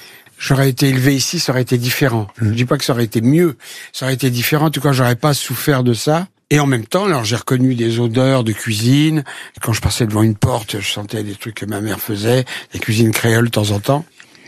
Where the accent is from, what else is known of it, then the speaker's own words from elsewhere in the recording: Paris, Île-de-France, France; born there; first language French; je suis né à Paris, j'entendais parler créole peut-être quand j'étais tout petit par ma mère et par des amis qui venaient, mais autrement, j'ai appris directement la langue française.